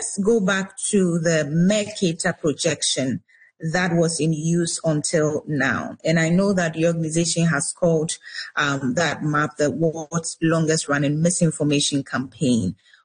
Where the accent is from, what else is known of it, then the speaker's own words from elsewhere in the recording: Ghana; And I grew up in Ghana, and the maps that we saw, you know, was the one that, you know, was portraying other, you know, countries and territories much larger than Africa.